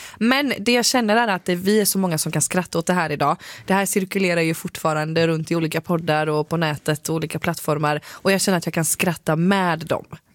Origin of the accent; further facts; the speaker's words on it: Skillingaryd, Jönköping County, Sweden; moved away; Jag är från Skillingaryd, en liten stad där utanför Jönköping.